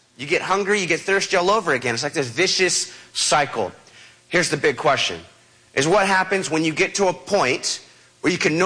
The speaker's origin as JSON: {"language": "English", "town": "Huntington", "region": "California", "country": "United States", "tie": "born or raised there"}